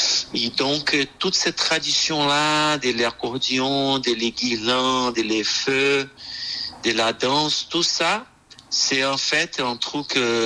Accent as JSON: {"language": "French", "country": "Brazil", "second_language": "French", "lives_now": "France", "said": "Oui, en fait, j'étais au Brésil en février. Et bon, je suis brésilien en France."}